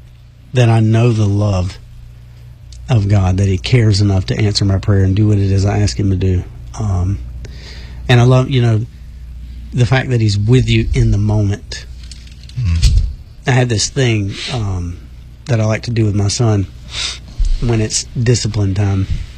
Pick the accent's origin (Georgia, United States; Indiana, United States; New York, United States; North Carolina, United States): Georgia, United States; We were raised in South Georgia, so you got gumbo swamps and alligators and snakes and all that stuff on, down there on the Ottumwa River.